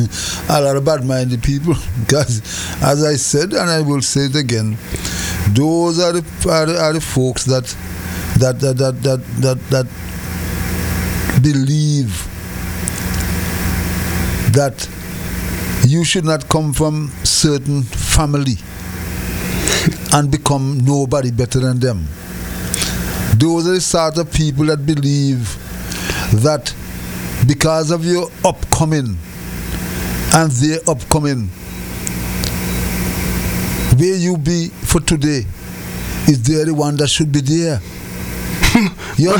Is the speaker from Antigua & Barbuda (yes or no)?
yes; Antigua & Barbuda